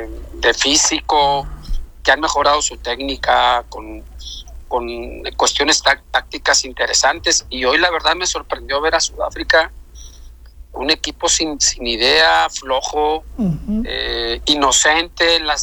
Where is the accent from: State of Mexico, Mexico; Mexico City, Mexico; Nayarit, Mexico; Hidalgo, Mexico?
Nayarit, Mexico; Tepic; Fíjate que estoy, Pepe, ahorita entre Tepic, mi ciudad natal, y Monterrey por cuestiones de trabajo.